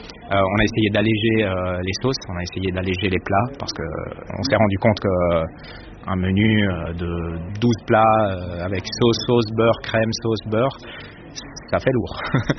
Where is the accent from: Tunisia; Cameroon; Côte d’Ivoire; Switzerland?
Switzerland; now in France; Je suis un étudiant à l'école Ducasse et je viens de Suisse.